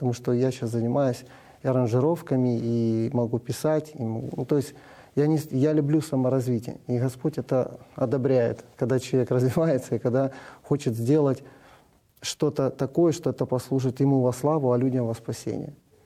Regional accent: Dnipro, Dnipropetrovsk Oblast, Ukraine; когда меня перевели в хор молодежный в городе Днепропетровске, откуда я родом, я был самый практически старший.

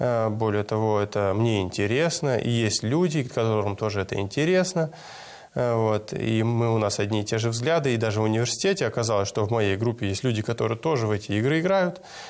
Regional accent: Moldova; moved away as an adult; в 18 лет, еще до того, как мы переехали из Молдовы в этот университет Нижний Новгород

